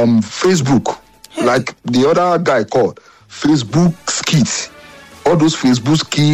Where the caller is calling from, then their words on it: Derby, East Midlands, United Kingdom; I'm calling from Derby, United Kingdom.